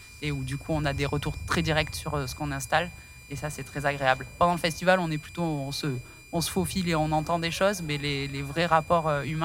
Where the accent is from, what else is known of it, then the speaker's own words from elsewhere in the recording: Occitanie, France; Alors, on utilise beaucoup de bois parce qu'on est en Lozère et que, enfin, on vient de Lozère et qu'on a une scierie toute proche